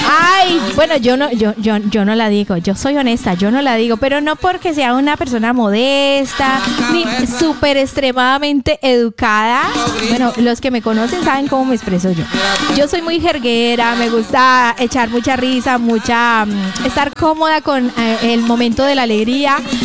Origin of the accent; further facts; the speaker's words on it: Colombia; Es una cosa que llevo como colombiana.